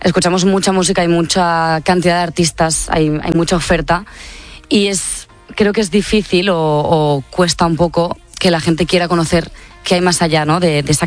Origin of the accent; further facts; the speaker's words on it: Tiana, Catalonia, Spain